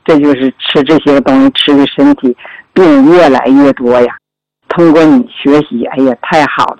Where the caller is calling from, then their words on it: Daqing, Heilongjiang, China; 我来自黑龙江大庆市，